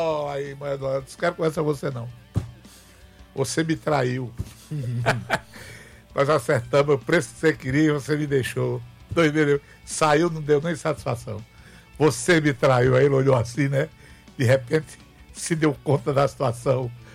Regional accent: Fortaleza, Ceará, Brazil; born there; eu não sou europeu. E nem podia, um sujeito nascido no Mucuripe não pode ser da Europa.

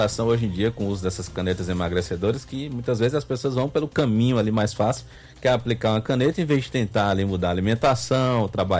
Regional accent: Fortaleza, Ceará, Brazil; A minha terrinha, inclusive.

